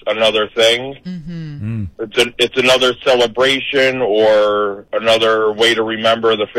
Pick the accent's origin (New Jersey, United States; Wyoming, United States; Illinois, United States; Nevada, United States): New Jersey, United States; now in Norton, Massachusetts, United States; Because I actually grew up in New Jersey.